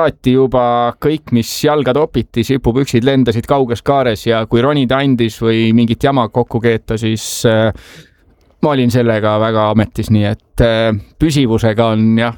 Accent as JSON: {"language": "Estonian", "town": "Tartu", "region": "Tartu County", "country": "Estonia", "tie": "born or raised there", "said": "Toomel sündinud ja põline tartlane"}